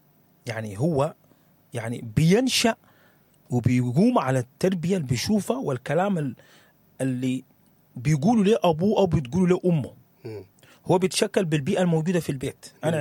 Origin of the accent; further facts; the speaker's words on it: Sudan; احنا كسودانيين